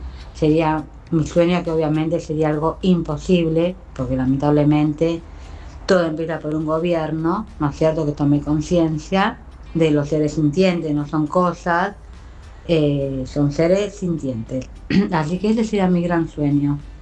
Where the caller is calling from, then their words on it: Buenos Aires, Argentina; Soy de Caballito